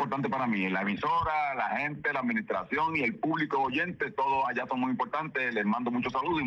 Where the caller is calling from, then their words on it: Puerto Rico; Yo estuve primero en el Navy, en la reserva del Navy en los años 80, aquí en Puerto Rico.